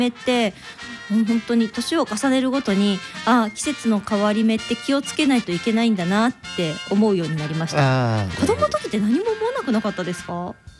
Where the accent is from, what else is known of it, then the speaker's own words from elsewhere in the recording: Osaka, Japan; moved away as an adult; now in Ishikawa, Japan; 私大阪で生まれ育って大人になってから石川県にやってきた人間なんですけれども